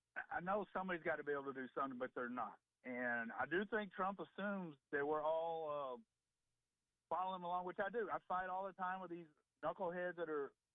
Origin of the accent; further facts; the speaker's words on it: Tennessee, United States; Well, let me tell you this. I'm from East Tennessee.